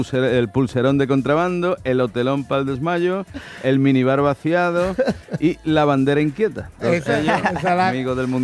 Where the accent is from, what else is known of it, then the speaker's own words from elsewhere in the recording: La Línea de la Concepción, Andalusia, Spain; Vengo de la línea. Soy de la línea, soy de la Tunara.